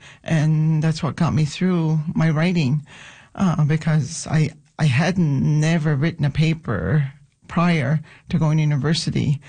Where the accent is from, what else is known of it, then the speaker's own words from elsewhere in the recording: Shagit, Quebec, Canada; first language Innu; English is a second language; course, my background, I come from a small community in Shagit. Grew up in Shagit, and I speak Innu. My first language is Innu.